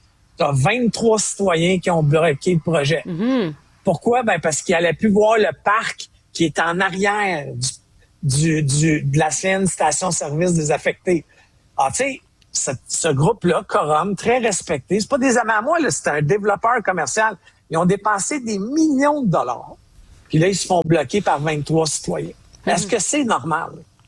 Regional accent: Quebec, Canada

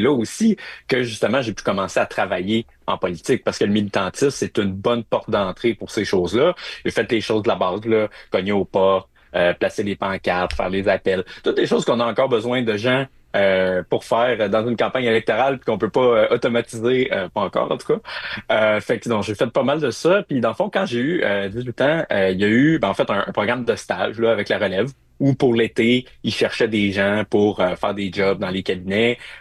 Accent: Quebec City, Quebec, Canada; moved away as an adult; now in Ottawa, Canada; moi, je suis un gars de Québec, fondamentalement, même si maintenant je reste à Ottawa, bientôt à Montréal. J'ai grandi à Cap-Rouge, fait que banlieue ouest de Québec. Je suis resté là jusqu'à mes 24 ans. Bon, à Sillery après, mes parents ont déménagé et tout.

